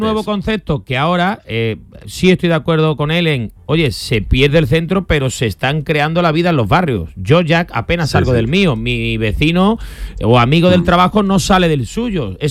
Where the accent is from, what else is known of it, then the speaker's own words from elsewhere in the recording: Seville, Andalusia, Spain; yo soy un sevillano que al centro acude muy poco.